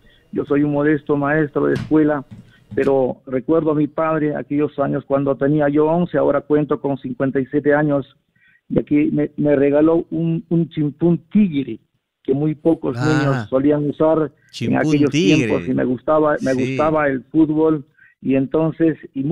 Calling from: Chiquián, Ancash, Peru; Desde Chiquián, la tierra de Luis Pardo, de la Puyerupajá, y bueno, pues en Ancash, en la provincia de Bolognesi.

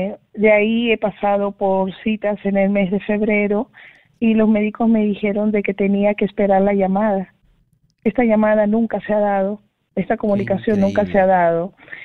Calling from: Lima, Peru; Me llamo de acá, de Lima, en el distrito de San Miguel.

